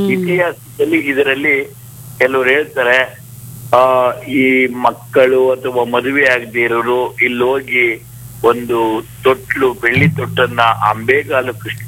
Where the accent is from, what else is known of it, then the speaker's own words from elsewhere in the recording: Bhairapattana, Karnataka, India; ನನ್ನ ಹುಟ್ಟೂರು ಭೈರಾಪಟ್ಟಣವಾದರೂ